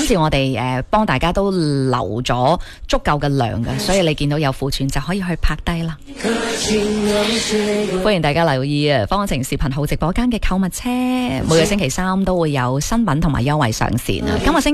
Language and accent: Cantonese; Foshan, Guangdong, China